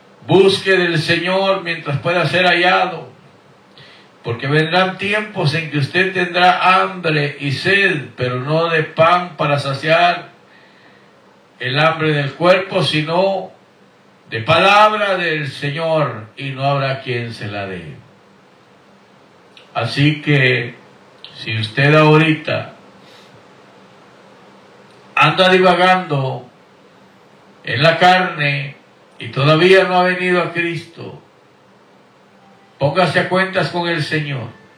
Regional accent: Guatemala; born there; moved away; a mi tierra natal en Guatemala

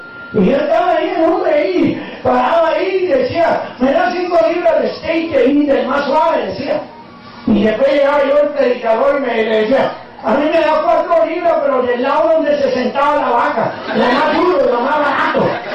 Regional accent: Italy

